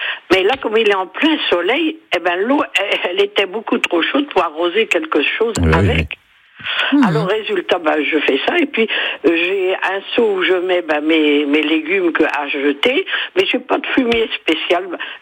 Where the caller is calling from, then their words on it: Pays de la Loire, France; je suis dans le pays de Ré, puisque je suis sur le Clion